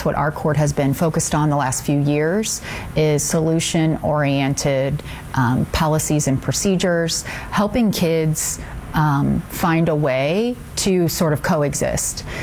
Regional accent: Ohio, United States; now in Cincinnati, United States; And so I'm from Northwest Ohio, and that's where I was born and raised.

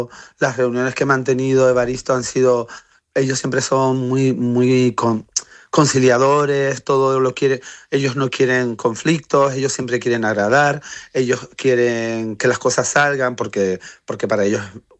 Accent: Canary Islands, Spain

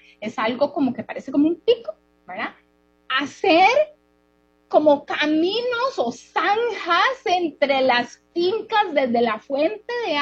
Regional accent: San José, Costa Rica; moved away as an adult; now in San Carlos, Costa Rica; yo me crié en San José la mayor parte de mi vida, 32 años, pero yo venía aquí a San Carlos chiquilla porque mi papá sembraba caña.

